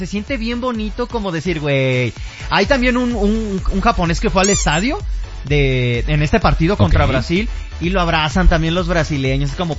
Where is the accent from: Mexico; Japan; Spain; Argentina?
Mexico; Somos los mexicanos.